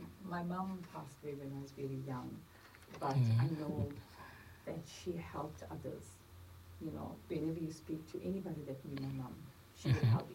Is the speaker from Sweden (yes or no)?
no; Durban, KwaZulu-Natal, South Africa; So, I grew up in Durban, South Africa, during the apartheid era. I was born into apartheid